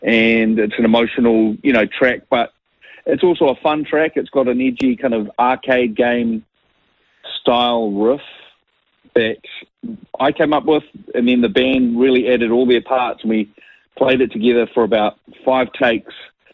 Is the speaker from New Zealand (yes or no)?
yes; Wellington, New Zealand; now in New Plymouth, New Zealand; Hi, I'm from Wellington, actually. I love Wellington, always lived there 42 years, currently living in New Plymouth, which I also love.